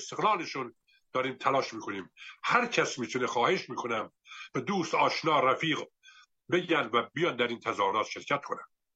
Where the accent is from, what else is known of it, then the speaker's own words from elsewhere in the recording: Iran; ما ایرانی ها غیرت داریم، شرف داریم